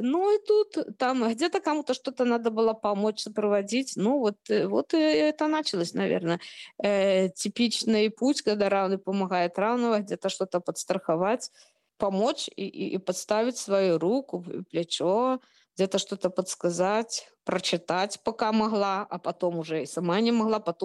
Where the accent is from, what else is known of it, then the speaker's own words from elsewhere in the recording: Shakhty, Rostov Oblast, Russia; born there; Я вообще родилась в Ростовской области, в городе Шахты.